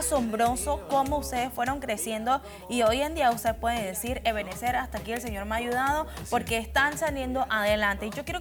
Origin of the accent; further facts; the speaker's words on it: Panamá Oeste, Panama; yo soy de Oeste.